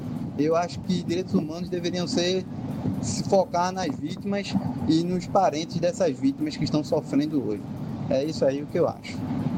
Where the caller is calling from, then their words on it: Candeias, Pernambuco, Brazil; Eu sou daqui de Candeias.